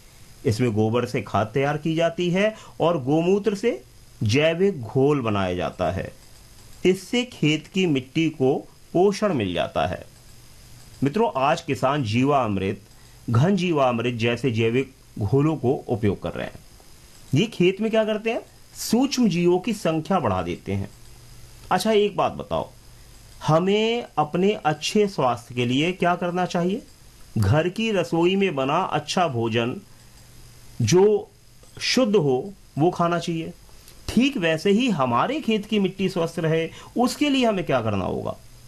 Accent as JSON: {"language": "Hindi", "town": "Agra", "region": "Uttar Pradesh", "country": "India", "said": "हमारे आगरा और ब्रज क्षेत्र में गाय को विशेष महत्व दिया जाता रहा है।"}